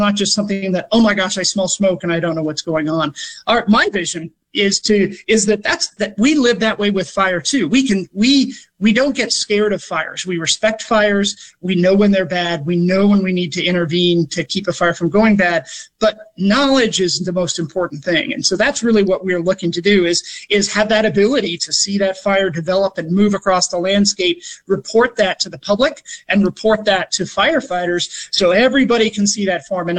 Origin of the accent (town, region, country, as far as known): Gulf Coast, United States; born or raised there